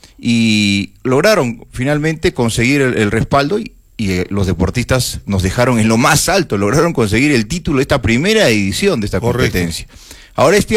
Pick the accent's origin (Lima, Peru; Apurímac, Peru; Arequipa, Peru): Arequipa, Peru